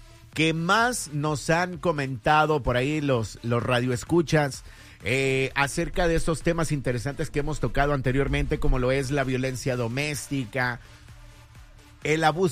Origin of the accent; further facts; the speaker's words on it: Cuautla, Morelos, Mexico; moved away; also born or lived in Puebla; Yo crecí allá en Cuautla, Morelos. Originario, bueno, no nací, ¿verdad? Pero pues, crecí allá, me siento de Cuautla, Morelos.